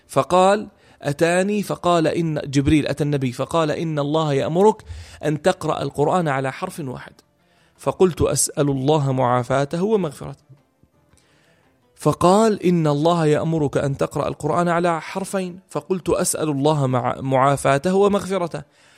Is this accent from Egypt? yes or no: no; Jordan; إحنا اليوم بالأردن